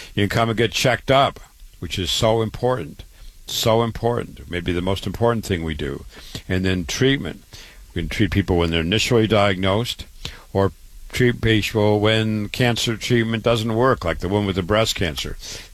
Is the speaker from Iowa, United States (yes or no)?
yes; Waterloo, Iowa, United States; Born and raised in Waterloo, as I said, MD at 25, went on to University of Chicago